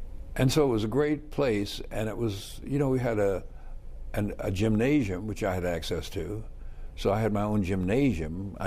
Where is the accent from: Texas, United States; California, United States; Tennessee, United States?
Tennessee, United States; Nashville; born there; I was born in Nashville, Tennessee, January 14, 1940.